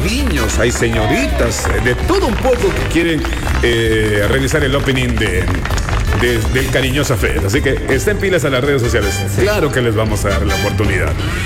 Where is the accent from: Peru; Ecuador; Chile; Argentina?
Ecuador